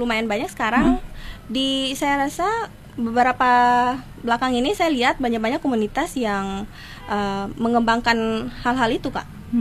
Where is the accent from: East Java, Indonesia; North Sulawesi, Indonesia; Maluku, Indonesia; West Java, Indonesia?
Maluku, Indonesia; Ketika saya berani untuk menyampaikan kondisi kualitas pendidikan di daerah saya sendiri, dan di mana saya menarik perhatian teman-teman Pulau Jawa, yang mereka tuh sebelumnya tidak tahu Maluku tuh seperti apa.